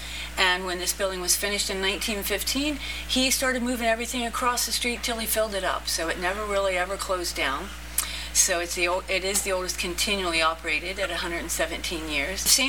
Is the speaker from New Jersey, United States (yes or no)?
no; Harrisville, West Virginia, United States; I was born and raised right here in Harrisville, West Virginia. Spent my whole life here till I got married and moved out partway from here, about 25 minutes.